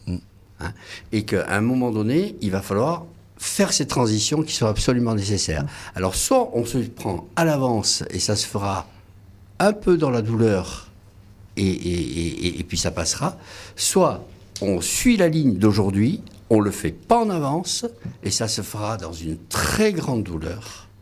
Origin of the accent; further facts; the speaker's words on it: Landes, Nouvelle-Aquitaine, France; moved away; moi je viens des Landes, les Landes en bas à gauche sur la carte de France.